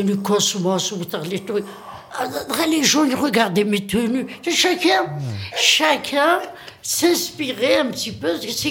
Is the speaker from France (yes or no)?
no; Tizi Ouzou, Tizi Ouzou Province, Algeria; moved away; je venais de Tizi Ouzou.